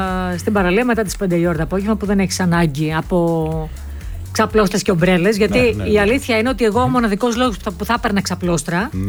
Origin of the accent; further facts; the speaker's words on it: Ioannina, Epirus, Greece; Είμαι από Γιάννενα, έτσι, η καταγωγή μου είναι από Γιάννενα.